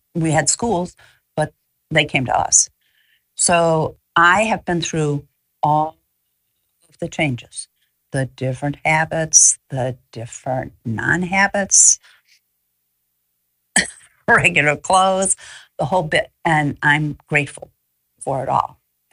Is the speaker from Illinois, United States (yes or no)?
yes; Chicago, Illinois, United States; moved away as an adult; now in New Orleans, United States; I grew up in Chicago, and I went to school in Lake Forest, and then I went to college in New York.